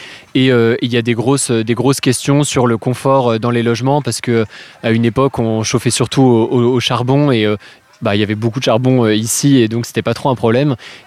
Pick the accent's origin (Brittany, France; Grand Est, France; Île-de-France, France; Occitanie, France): Grand Est, France; moved away as an adult; de base, je viens de Champagne, de Haute-Marne. Mais j'ai fait mes études dans une école d'architecture à Paris, où je suis encore étudiant. Et je suis venu à Méricourt